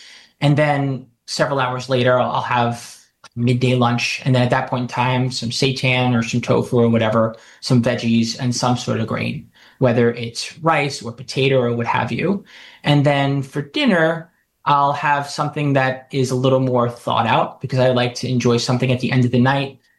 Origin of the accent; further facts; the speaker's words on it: New York, United States; it's the difference between thinking as a New Yorker that socioeconomically I need to sleep 5 hours a day